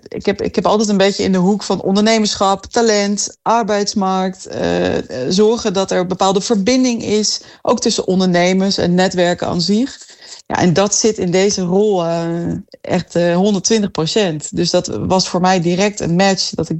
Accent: Veendam, Groningen, Netherlands; moved away as an adult; also born or lived in Randstad; ik kom uit Veendam.

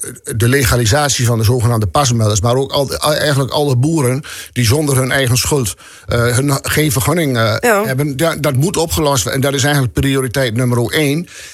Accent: Netherlands; we als Nederlanders

